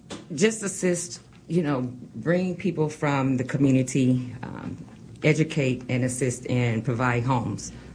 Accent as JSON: {"language": "English", "town": "Kansas City", "region": "Missouri", "country": "United States", "tie": "born or raised there", "said": "I am from Kansas City. Been in Kansas City all my life."}